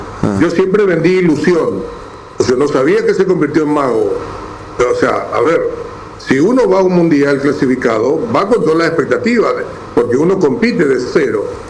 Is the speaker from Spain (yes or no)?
no; Paraguay; a mí me duele como paraguayo